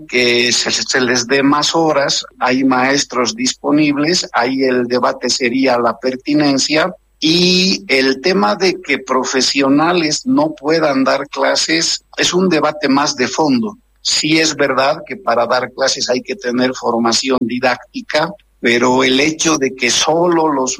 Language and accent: Spanish; Bolivia